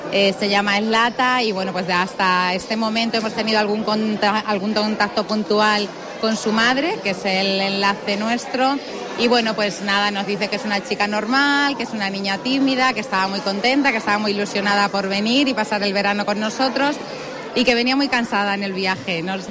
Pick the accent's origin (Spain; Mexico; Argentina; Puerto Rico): Spain; La Solana, Castilla-La Mancha; now in Ciudad Real, Spain; aunque vivo aquí en Ciudad Real, pero soy de La Solana, y en La Solana, desde yo bien pequeña, siempre recuerdo haber niños de acogida en el verano